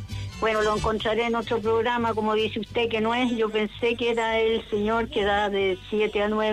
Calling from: Chile; Del Parrón.

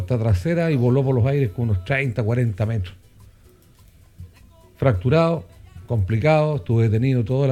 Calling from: Longaví, Maule, Chile; Saliendo de aquí de Longaví

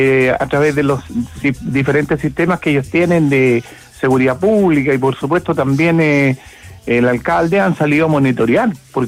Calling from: Nancagua, O'Higgins, Chile; Yo hasta ahora me encuentro en mi casa porque es una zona donde yo vivo, que es la comuna de Los Naranjos, que es la comuna de Nancagua, sectores donde comúnmente se junta mucha agua.

